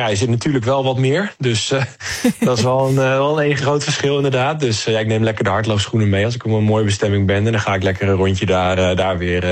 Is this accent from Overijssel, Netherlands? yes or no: yes; Deventer, Overijssel, Netherlands; En ja, ik kom uit Deventer. Dus een dagje naar het strand was echt een jaarlijks uitje.